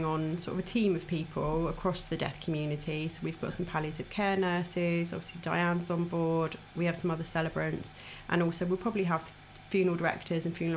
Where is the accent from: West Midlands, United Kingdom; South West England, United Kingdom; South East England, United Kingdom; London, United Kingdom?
South West England, United Kingdom; Trowbridge; I'm from Trowbridge myself.